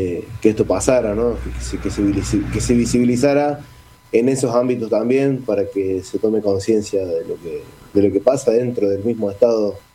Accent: Villa María, Córdoba, Argentina; moved away as an adult; now in Buenos Aires, Argentina; Vengo de la provincia de Córdoba, de Villa María. Me vine acá a Buenos Aires por esto, por este trabajo. Por más que yo allá ya estaba bien, tenía mi trabajo, mis cosas

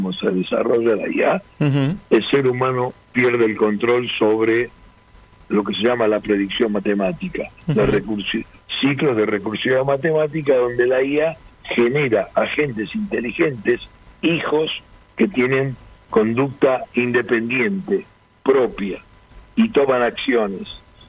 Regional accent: Argentina; esa necesidad que tenemos como país, como argentinos.

